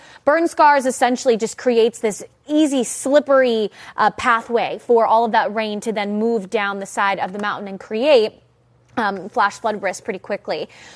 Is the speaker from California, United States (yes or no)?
no; Austin, Texas, United States; So I'm from Austin.